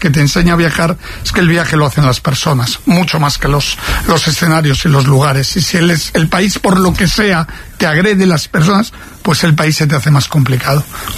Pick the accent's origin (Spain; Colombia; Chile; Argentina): Spain; moved away; en el libro digo también que cuando salí en 2010 de España, eso lo he mantenido